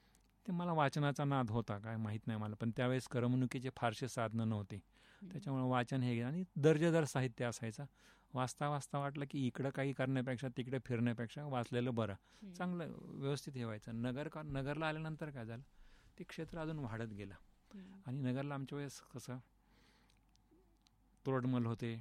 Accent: Beed, Maharashtra, India; born there; moved away; also born or lived in Ahmednagar (Ahilyanagar), Maharashtra; मराठवाडा तसा शांत, थोडा मागास जरी असला तरी माझं लहानपण तिथे गेल्यामुळे मला तो कधीच मागास वाटला नाही. पण ठीक होतं, डोंगर दऱ्या आहेत, पावसाळा चांगला निसर्ग असायचा, माणसं साधी भोळी, बरं वाटायचं, चांगलं गेलं लहानपण माझं तसं.

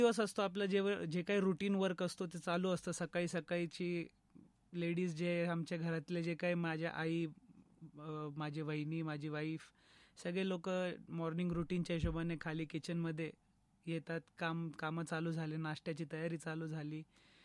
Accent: Ahmednagar, Maharashtra, India; हो, मी नगरचा आहे.

